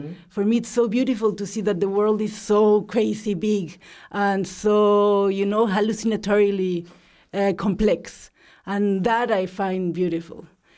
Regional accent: Mexico; growing up in Mexico

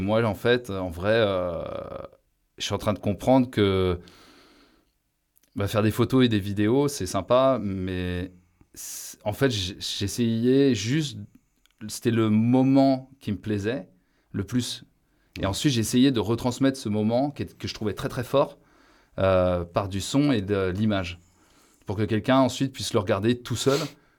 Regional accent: France; born there; also born or lived in Quebec, Canada; Non, je suis né en France et j'ai vécu longtemps à l'étranger.

